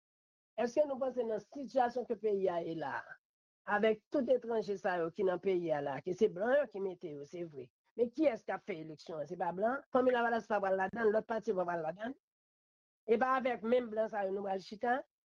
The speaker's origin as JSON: {"language": "French", "country": "Haiti", "said": "Et je ne pas croire que c'est seul président ici, en tant que haïtien seulement, que nous gagnons."}